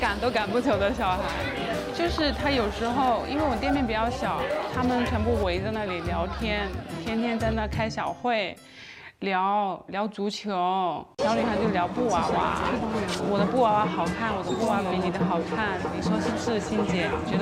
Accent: Guangdong, China; now in Kashgar, China; 我当时想的是，我可能待个两三年，我就要回广东了。但是没想到，就是越待越喜欢，越待越离不开了。从来没想过要离开新疆

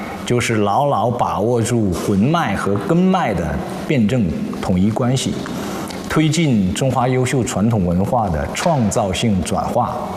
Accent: China; 就是我们都是中国人

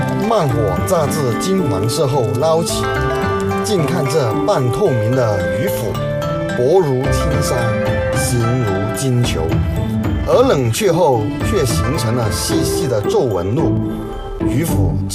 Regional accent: Luoding, Guangdong, China; 是罗定皱沙鱼腐第三代传承人。鱼腐是我的家乡菜

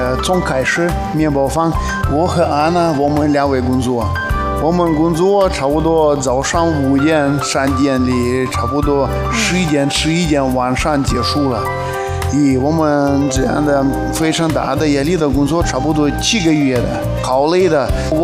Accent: Khabarovsk, Khabarovsk Krai, Russia; Chinese is a second language; now in Harbin, China; 我老家是哈巴罗斯克，也是很附近的。

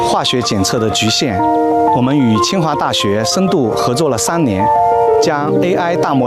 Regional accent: Guilin, Guangxi, China; 我是土生土长的桂林人，漓江的水是我从小到大最熟悉的风景，也是我返乡创业、深耕环保科创的初心。

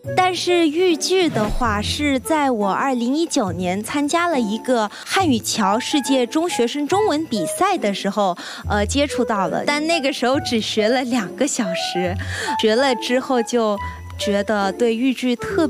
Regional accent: Indonesia; Hello, 大家好， … 我来自印度尼西亚。

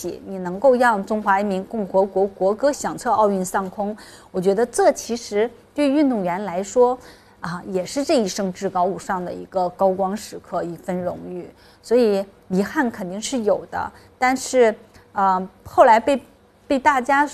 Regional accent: China; 作为中国人还是感到非常的自豪和荣幸，然后特别是作为中国运动员

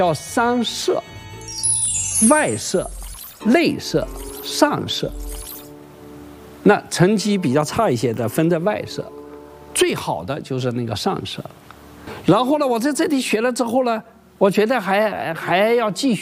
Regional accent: China; 我们中国人

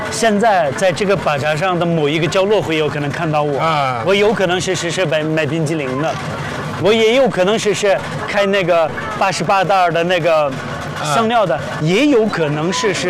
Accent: Xinjiang, China; moved away as an adult; now in Beijing, China; 我是新疆人。

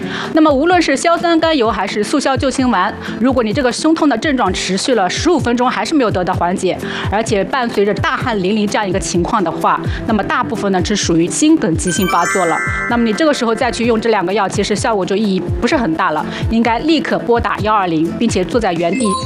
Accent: China; 我们中国人

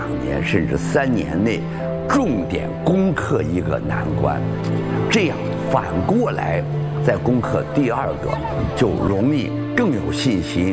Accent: Shaanxi, China; 就像我们陕西人，就像我们西北人，很粗犷

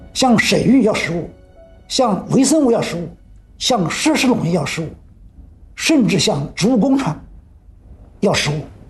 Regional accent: China; 我们中国人

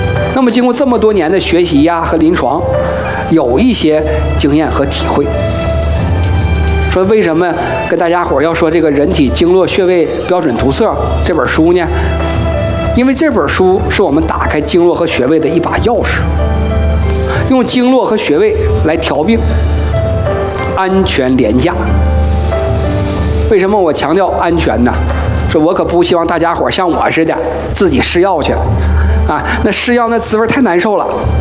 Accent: China; 我们中国人

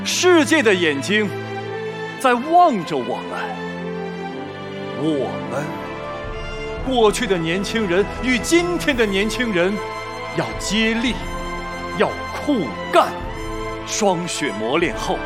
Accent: Shandong, China; now in Chongqing, China; 因为我不是重庆人，我是山东人，从大学开始到这儿来学习工作，以及现在是半个重庆人在生活

